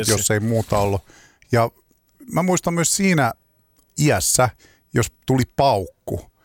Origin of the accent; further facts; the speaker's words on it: Vantaa, Uusimaa, Finland; meillä Vantaalla oli tommonen juttu.